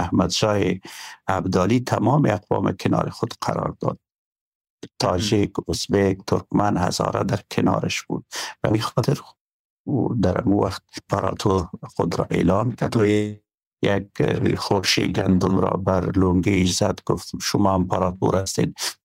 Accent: Pashtun areas, Afghanistan; من خودم یک پشتون هستم

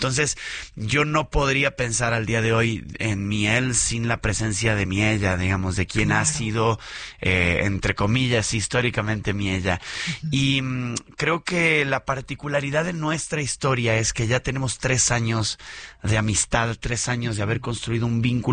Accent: Argentina; moved away as an adult; now in Mexico; Yo soy argentino.

